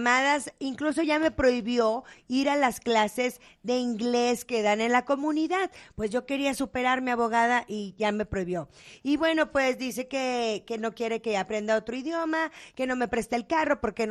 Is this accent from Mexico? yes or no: yes; Mexico; now in United States; yo como mexicana que soy, llegué a este país hace muchos años